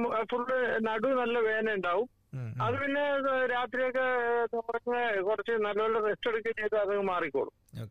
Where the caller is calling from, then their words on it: Kollam, Kerala, India; ഞാൻ കൊല്ലത്തു നിന്നാണ്.